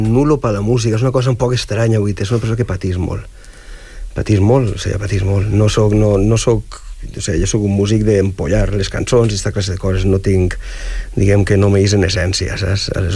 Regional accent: Castellón de la Plana, Valencian Community, Spain; som de Castelló

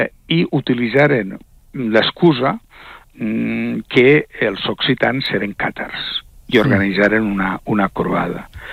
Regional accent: Valencian Community, Spain; bueno, per a nosaltres, no, jo no vull identificar-me, però com a valencià, no?

